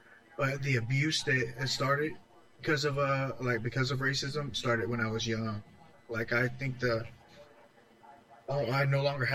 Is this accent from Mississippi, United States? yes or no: yes; Long Beach, Mississippi, United States; also born or lived in Virginia, United States / Louisiana, United States; I spent all my childhood in Mississippi, like right down the coast, Long Beach, Gulfport, Socia, Lyman, all over that little area. And then my teen years, I was in Louisiana.